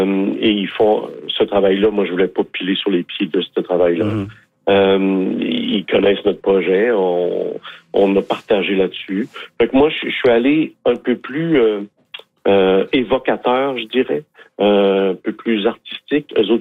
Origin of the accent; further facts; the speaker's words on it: Quebec, Canada; Ah, moi, mon histoire de ça, moi, je viens du comté de Portneuf, hein.